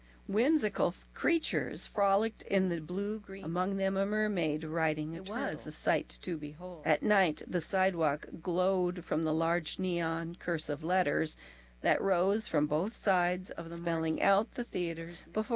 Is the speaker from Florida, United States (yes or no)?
yes; Largo, Florida, United States; I grew up in Largo, Florida, 4 miles from Clearwater. Largo's downtown stretched only 2 blocks, but we had our own movie theater, at least until high.